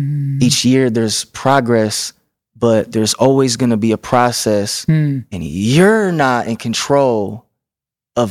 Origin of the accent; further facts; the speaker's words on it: Midwest, United States; I'm from the Midwest.